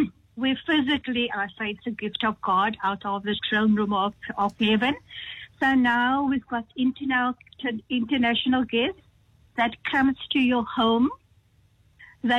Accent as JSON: {"language": "English", "town": "Pinel", "country": "South Africa", "tie": "born or raised there", "said": "Yes, so I'm born and bred in Pinel. I haven't put my foot outside of, let me say, South Africa."}